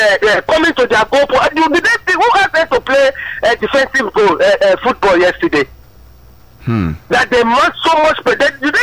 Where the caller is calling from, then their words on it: Iju, Lagos, Nigeria; I'm coming from Iju side.